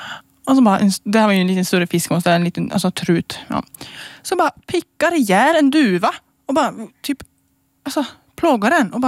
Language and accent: Swedish; Kvikkjokk, Norrbotten County, Sweden; det är som när man är hemma i Kvikkjokk